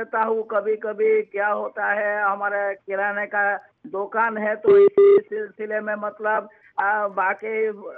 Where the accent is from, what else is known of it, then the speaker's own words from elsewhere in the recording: Guwahati, Assam, India; मतलब स्टेट का नाम है आसाम और गुवाहाटी हमारा शहर है।